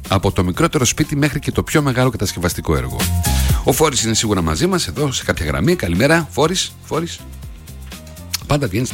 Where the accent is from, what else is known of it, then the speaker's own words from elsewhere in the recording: Olympiada, Central Macedonia, Greece; το Μάκη του Δανιλίδη, που ήμασταν, μεγαλώσαμε στην Ολυμπιάδα, τώρα μιλάμε για προεφηβικά.